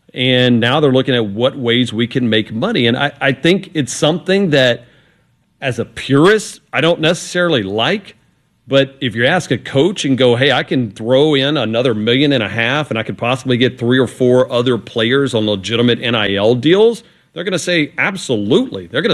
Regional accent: Port Allen, Louisiana, United States; I'm born and raised in Port Allen.

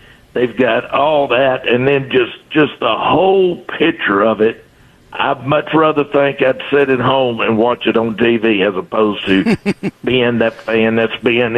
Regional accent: Nashville, Tennessee, United States; born there; now in Nolensville, United States; I've got to find my way from Nolensville to East Nashville. And my family started out growing up in East Nashville.

